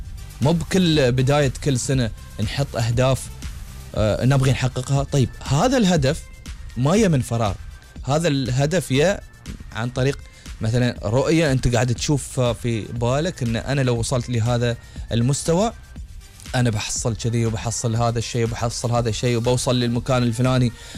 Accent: United Arab Emirates; ونفتخر أمانة أن نحن من الإمارات.

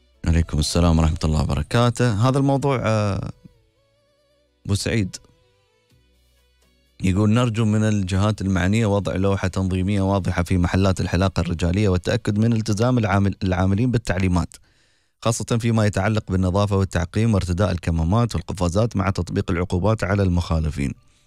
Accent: United Arab Emirates; أنا مواطنة إماراتية موظفة في القطاع الخاص

